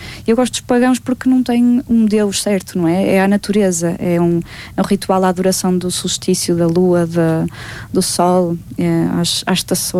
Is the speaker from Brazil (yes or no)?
no; Vila Real, Norte, Portugal; accent: northern Portuguese; porque em Vila Real, e depois também não vamos esquecer que toda a gente até hoje tentou ao máximo bloquear o facto de falarmos mais a nortenho e mais ao interior.